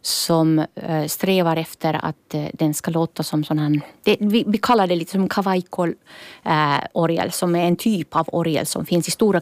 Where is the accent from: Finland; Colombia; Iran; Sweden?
Finland; Jag är en från Finland